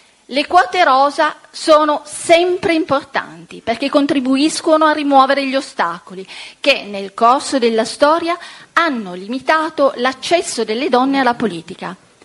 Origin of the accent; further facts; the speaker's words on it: Sardinia, Italy; Vengo dalla Sardegna